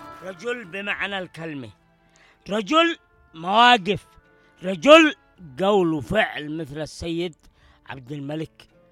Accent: Yemen; ليش إحنا هنا في اليمن بنهتم به لهذا الدرجة ونسوي له إذاعة وفعاليته لبناني وإحنا يمنيين؟

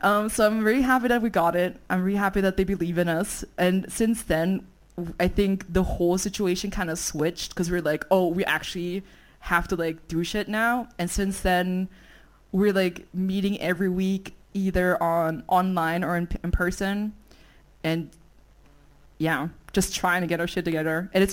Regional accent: Vienna, Austria; I'm from Vienna.

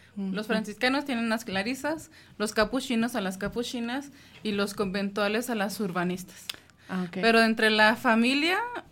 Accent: Ciudad Juárez, Chihuahua, Mexico; born there; soy de Ciudad Juárez, tengo de profesión 6 años, pero votos perpetuos apenas 1.

